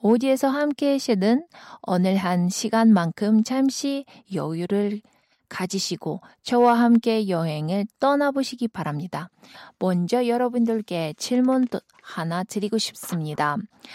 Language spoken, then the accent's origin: Korean; Kyrgyzstan; now in South Korea; 저는 키르기스탄에서 태어난 지금 대한민국에서 생활하고 있습니다.